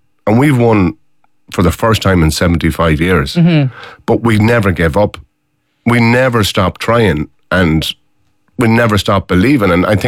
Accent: Connacht, Ireland; I'm from Mayo for me sins.

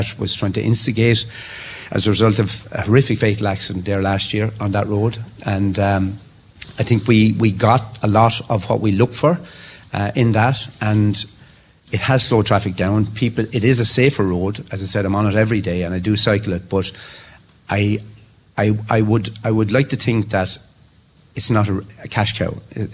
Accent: Ireland; being Irish, I'm Irish, we're all Irish

